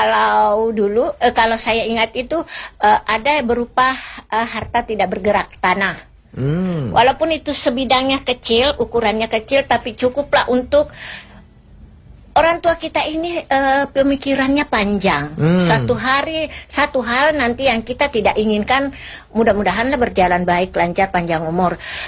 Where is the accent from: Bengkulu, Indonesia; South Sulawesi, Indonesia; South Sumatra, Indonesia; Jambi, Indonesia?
South Sulawesi, Indonesia; Orang kita Bugis itu identik dengan uang panainya dan sudah dikenal di mana-mana